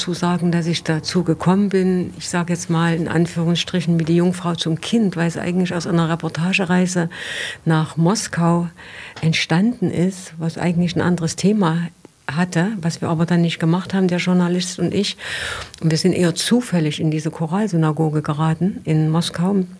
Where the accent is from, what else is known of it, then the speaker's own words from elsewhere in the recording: Leipzig, Saxony, Germany; born there; moved away as an adult; also born or lived in Bielefeld; bin 1957 geboren in Leipzig